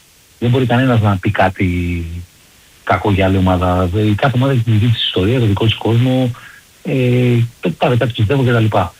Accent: Vyronas, Attica, Greece; επειδή είμαι από το Βύρονο και είναι γέννημα χρέμα.

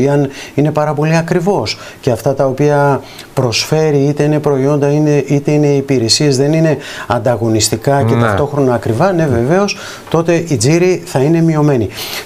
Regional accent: Greece; αισθανόμαστε και ως Έλληνες

